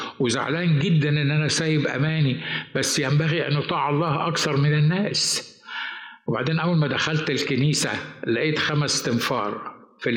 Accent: Upper Egypt, Egypt; moved away; احنا في مصر

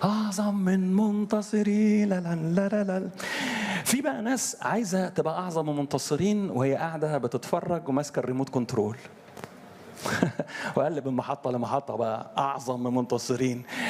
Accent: Upper Egypt, Egypt; انا كان يقول عندنا في الصعيد الاخ براذر اندرو.

